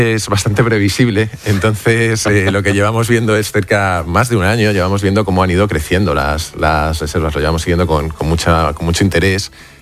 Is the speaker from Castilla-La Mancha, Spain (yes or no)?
yes; Castilla-La Mancha, Spain; a mí me pilló en mi pueblo de la Serranía de Cuenca